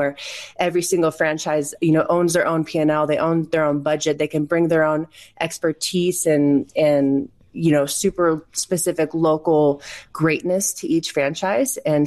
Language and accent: English; California, United States; I'm from the Bay Area. NorCal changed my life. Growing up in the environment, you know, in the 80s and 90s with the Warriors and the Niners and the Giants, and no one ever lost.